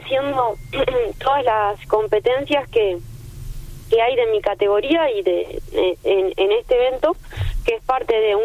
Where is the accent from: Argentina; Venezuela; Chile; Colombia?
Argentina; General Roca, Río Negro; Yo soy de Río Negro, de General Roca